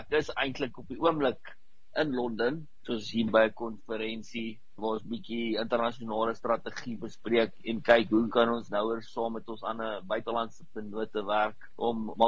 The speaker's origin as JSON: {"language": "Afrikaans", "town": "Boksburg", "region": "Gauteng", "country": "South Africa", "tie": "born there", "said": "Ek is gebore in Boksburg. My ouers so 'n bietjie die land getoer, so ek was so 5 laerskole gewees. Toe was ek gelukkig net in een hoërskool gewees hier in die Oosrand by Hoërskool Goudrif."}